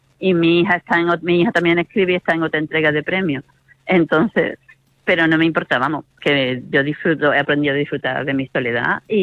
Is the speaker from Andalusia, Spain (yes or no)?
yes; Niebla, Andalusia, Spain; moved away; Mi pueblo, por ejemplo, en Niebla, que es donde yo me crié